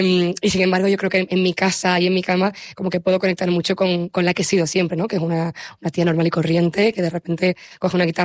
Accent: Canary Islands, Spain; gente que simplemente está buscando otro futuro mejor, como los canarios siempre lo hemos hecho.

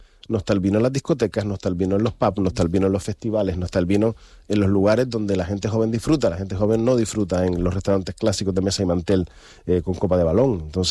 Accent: Canary Islands, Spain; para mí lógicamente como canario

